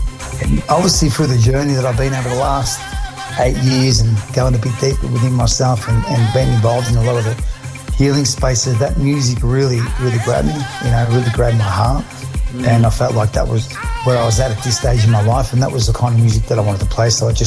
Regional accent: Albania; I'm from the Balkans. I'm Albanian.

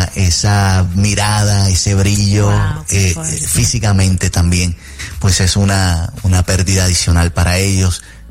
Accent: Puerto Rico; nosotros nos encariñamos con él como boricua

